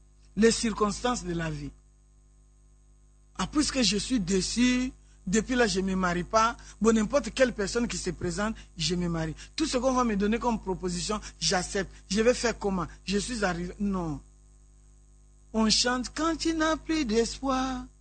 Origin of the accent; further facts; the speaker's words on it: DR Congo; moi je suis de la RDC.